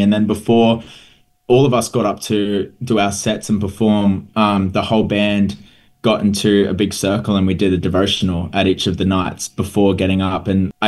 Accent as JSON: {"language": "English", "town": "Brisbane", "region": "Queensland", "country": "Australia", "lives_now": "Gold Coast, Australia", "said": "I am 22. I'm a singer-songwriter from Brisbane, Australia, but now Gold Coast, Australia."}